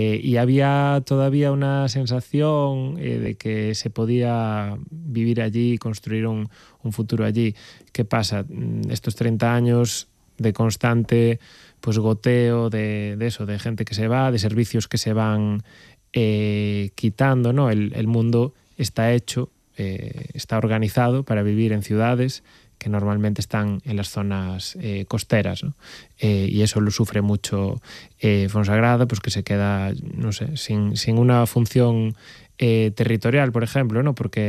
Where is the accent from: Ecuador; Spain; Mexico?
Spain; Baio, Galicia; yo soy de un pueblo que es Baio, la Costa da Morte, en la otra punta de Galicia